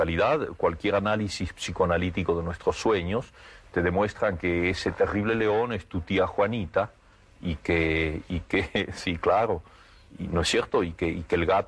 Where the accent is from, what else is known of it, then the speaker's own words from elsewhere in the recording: Argentina; mi reacción como argentino